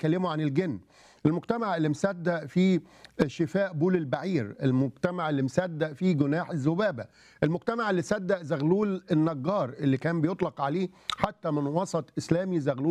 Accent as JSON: {"language": "Arabic", "country": "Egypt", "said": "واحنا المجتمع الشرقي، مجتمع مش الشرقي، المجتمع العربي الاسلامي، المجتمع المصري"}